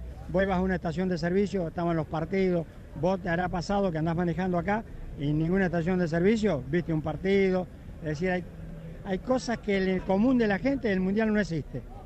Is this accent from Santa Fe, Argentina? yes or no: yes; Villa Cañas, Santa Fe, Argentina; De Villa Cañas, la bandera está Mirta porque también yo soy de Villa Cañas.